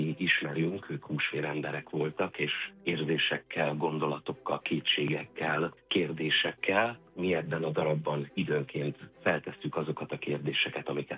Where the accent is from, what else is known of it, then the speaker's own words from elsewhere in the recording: Hungary; és összenéztünk mi 7000 magyarok ott